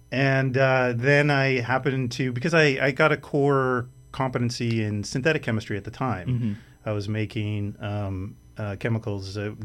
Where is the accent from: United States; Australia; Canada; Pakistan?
Canada; Saskatchewan; moved away as an adult; I grew up in Northern Saskatchewan in a small town by a lake